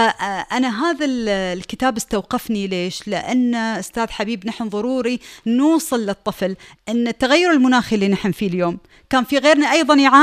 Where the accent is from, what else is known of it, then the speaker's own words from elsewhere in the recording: United Arab Emirates; عندنا في الإمارات